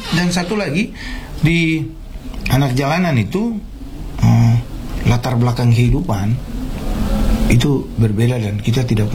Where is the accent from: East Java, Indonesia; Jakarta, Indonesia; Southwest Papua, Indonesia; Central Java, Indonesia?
Southwest Papua, Indonesia; Sorong; kita ini anak-anak yang lahir besar di Sorong